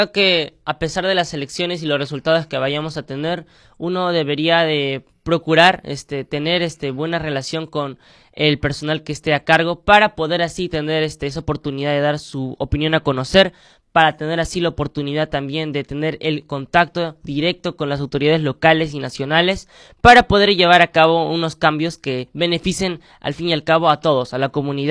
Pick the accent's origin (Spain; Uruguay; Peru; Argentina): Peru